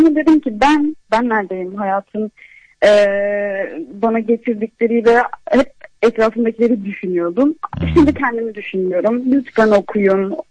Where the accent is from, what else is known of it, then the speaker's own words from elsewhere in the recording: Şanlıurfa, Turkey; Evet, gururla da Şanlıurfa'lıyım diyorum ve gittiğimde ya anne tarafım Giresun'u hiç orayı karıştırmıyorum.